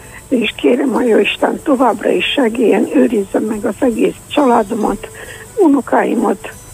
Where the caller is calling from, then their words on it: Bucharest, Romania; Bukarestből vagyok